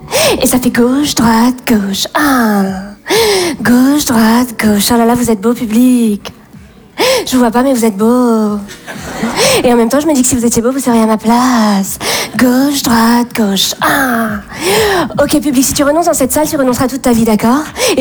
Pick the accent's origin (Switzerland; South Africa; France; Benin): France; Bordeaux, Nouvelle-Aquitaine; je viens de Bordeaux et ayant grandi dans le milieu bourgeois bordelais